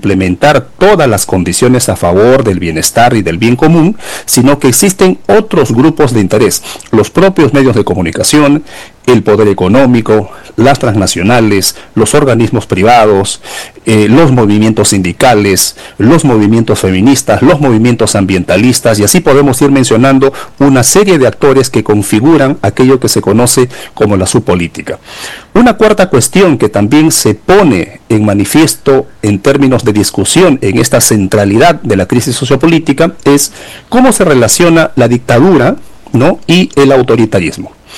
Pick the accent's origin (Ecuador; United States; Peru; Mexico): Peru; somos una democracia peruana